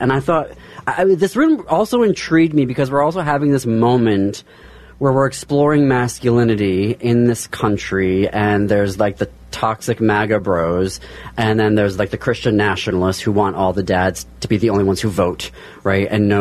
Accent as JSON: {"language": "English", "region": "Midwest", "country": "United States", "tie": "born or raised there"}